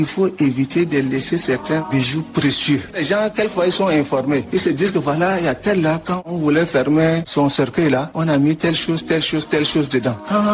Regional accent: Chad; chez nous au Tchad

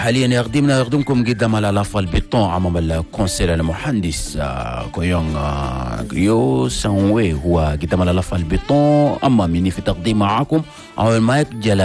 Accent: Chad; بلدنا تشاد

